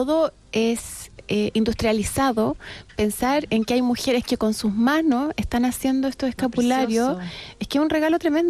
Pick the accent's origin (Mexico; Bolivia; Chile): Chile; es parte de nuestra esencia como chilenos